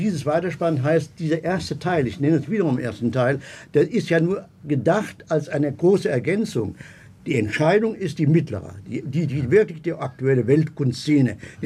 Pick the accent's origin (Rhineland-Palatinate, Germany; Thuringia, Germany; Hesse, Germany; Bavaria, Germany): Hesse, Germany; Kassel; born there; aus der kleinen Stadt Kassel, wo ich geboren bin und zurück musste und das getan habe